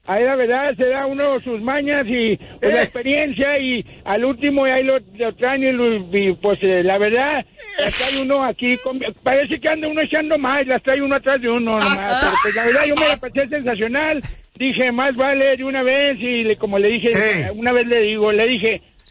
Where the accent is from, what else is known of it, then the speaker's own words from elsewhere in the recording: Navojoa, Sonora, Mexico; Del mero Navojoa, de la colonia Francisco Villa.